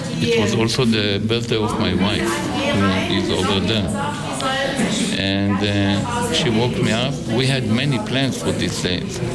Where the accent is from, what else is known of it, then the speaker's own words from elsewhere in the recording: Haifa, Haifa District, Israel; English is a second language; In Haifa, my hometown, where a delegation of the city of Leipzig with the mayor Jung and the synagogalco and the youth symphonic orchestra from the Gewandhaus.